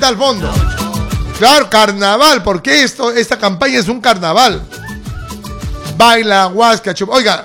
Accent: Bagua, Amazonas, Peru; contrato a los conjuntos de mi ciudad

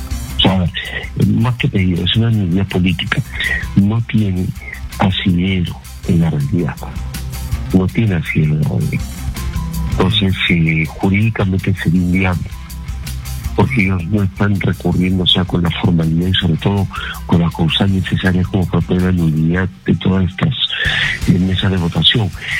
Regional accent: Peru; somos todos los peruanos

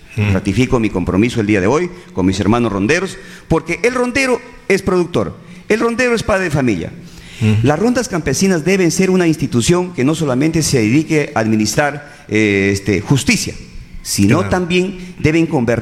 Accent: Peru; born there; mi pueblo de Uchicate, donde yo he nacido y donde yo vivo, ¿no? Un pueblo muy antiguo, más de 50 años, y no tenemos el saneamiento básico.

